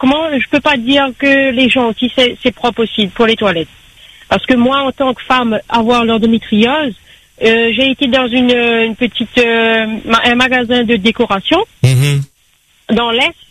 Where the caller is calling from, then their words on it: Bras-Panon, Réunion; j'habite à Brapanon.